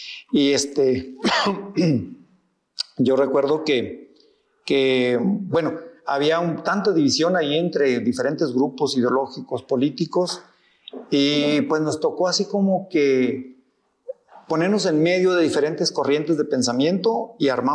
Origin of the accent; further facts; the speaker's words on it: Colonia Oscar Soto Máñez, Chihuahua, Mexico; estando en la secundaria aquí en Colonia Oscar Soto Máñez, en mi pueblo natal